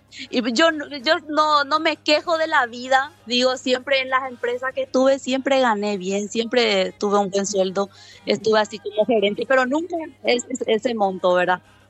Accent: Paraguay

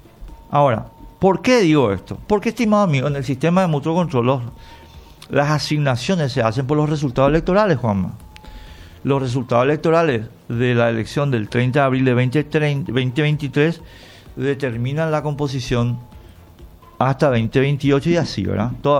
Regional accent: Paraguay

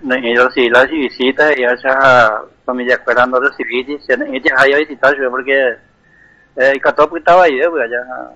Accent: Paraguay; pero gracias a Dios, como paraguayo, ya, el hombre ya aguantaba.

